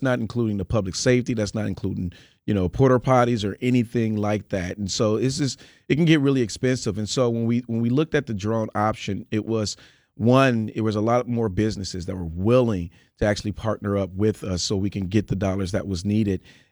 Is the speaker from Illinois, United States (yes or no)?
no; Wisconsin, United States; I'm from Wisconsin.